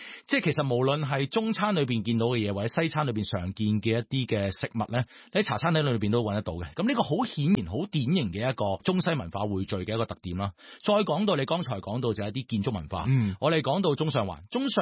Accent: Hong Kong; 我哋香港人

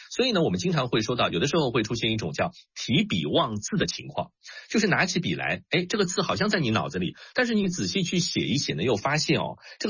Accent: Shanghai, China; 写字在我们上海话中呢，我们叫瞎子。

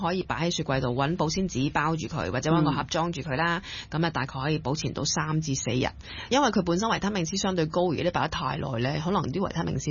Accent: China; 咁我哋中國人都有發酵嘅大豆產品嘅喎

